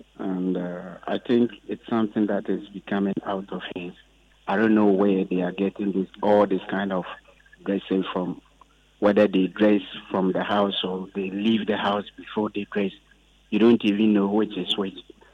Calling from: Arusha, Tanzania; I'm speaking from Asusha.

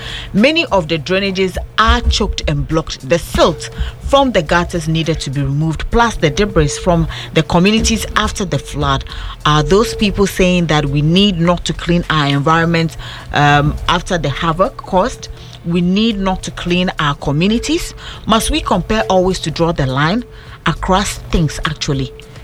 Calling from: Obuasi, Ashanti, Ghana; from Obuasi.

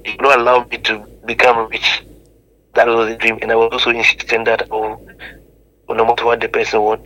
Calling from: Ghana; from Chrono.

